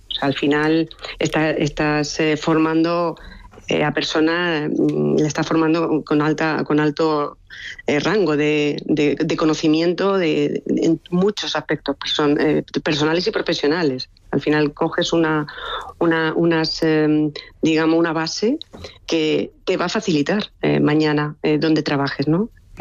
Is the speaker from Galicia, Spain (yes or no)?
no; Málaga, Andalusia, Spain; moved away as an adult; also born or lived in Granada; now in Madrid, Spain; yo soy andaluza, soy granaína, pero criada en Málaga y estudio en Madrid.